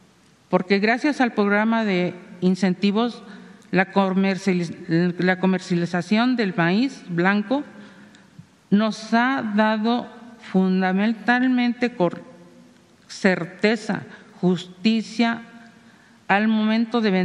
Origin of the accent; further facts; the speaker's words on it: Maravatío, Michoacán, Mexico; vengo del oriente de Michoacán, de Marabatío, una región productora de maíz donde nuestros abuelos enseñaron a sembrarlo y hoy lo hacemos con pasión y arraigo.